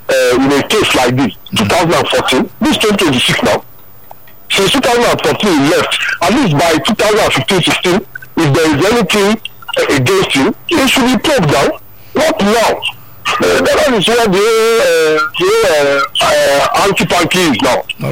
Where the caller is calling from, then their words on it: Ikeja, Lagos, Nigeria; I'm calling from Ikeja.